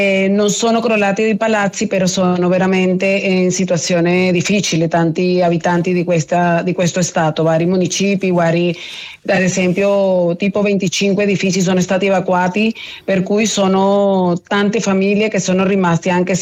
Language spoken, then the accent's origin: Italian; Aragua, Venezuela; Sì, io sono d'Aragua, nel mio stato